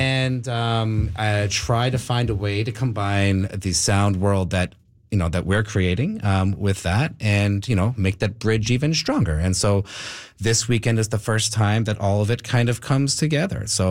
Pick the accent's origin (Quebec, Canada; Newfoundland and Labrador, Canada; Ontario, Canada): Newfoundland and Labrador, Canada; hey, you're from Ireland, I'm from Newfoundland, we should get together and make some music.